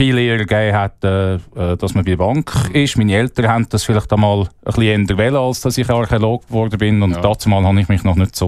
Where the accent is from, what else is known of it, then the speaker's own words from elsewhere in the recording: Thun, Bern, Switzerland; Ja, eben, ich bin in Thun aufgewachsen.